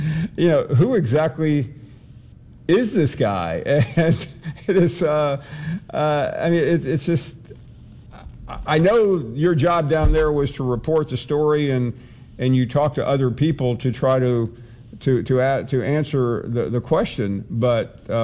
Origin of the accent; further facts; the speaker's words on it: the South, United States; I'm from the South and I've lived here my whole life